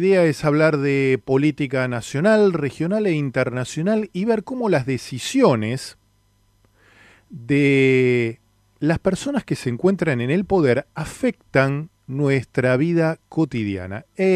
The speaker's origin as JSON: {"language": "Spanish", "country": "Argentina", "said": "claramente siendo argentino"}